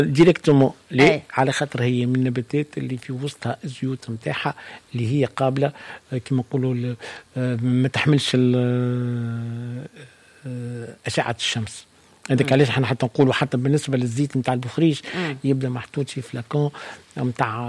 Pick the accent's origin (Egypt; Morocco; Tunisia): Tunisia; وعندنا في تونس